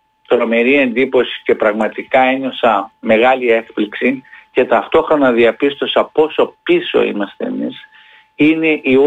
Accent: Heraklion, Crete, Greece

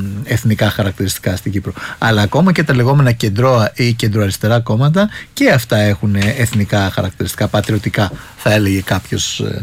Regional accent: Greece; και ως Έλληνες είμαστε πολύ περήφανοι

